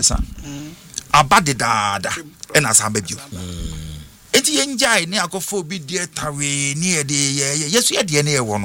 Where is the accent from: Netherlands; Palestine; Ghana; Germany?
Ghana; we are Ghanaian.